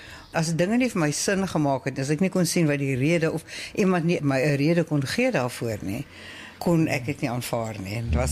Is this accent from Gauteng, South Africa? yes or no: yes; Pretoria, Gauteng, South Africa; ek is in Pretoria gebore en skool gegaan, later op meisies hoor, afies en toe tikkies universiteit.